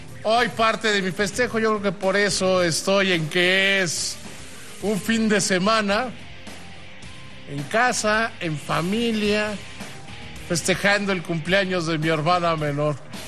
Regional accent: Mexico; son parte del pueblo, de nuestro pueblo, del pueblo de México.

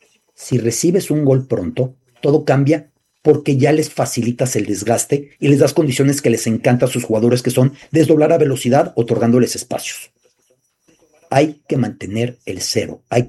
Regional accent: Mexico City, Mexico; con todo y que soy de la Ciudad de México

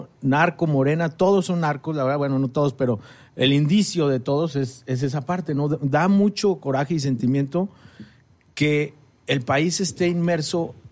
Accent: Mexico; como mexicanos, nuestras raíces

